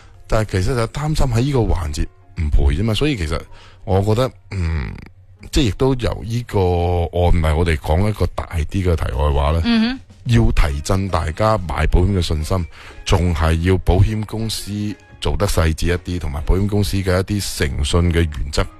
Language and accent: Cantonese; Guangdong, China; 我哋广东人最兴讲嗰句咧，话唔埋噶嘛。